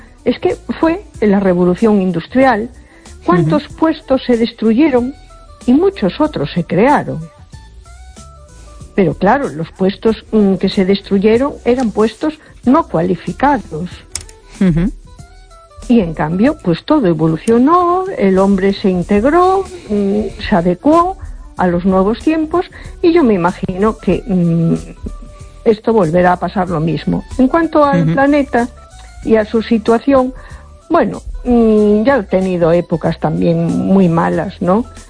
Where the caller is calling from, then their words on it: A Coruña, Galicia, Spain; Hola, buenas noches … de Coruña.